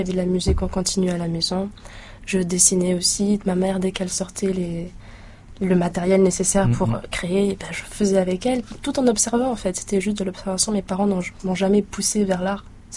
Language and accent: French; South Province, New Caledonia; also born or lived in France; grandi exclusivement en Calédonie